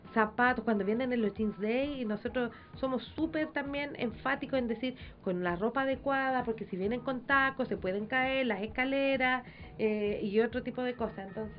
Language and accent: Spanish; Calama, Antofagasta, Chile; yo soy de Calama.